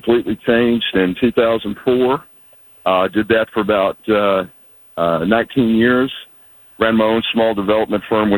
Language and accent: English; Galveston, Texas, United States; also born or lived in College Station; I'm born and raised in Galveston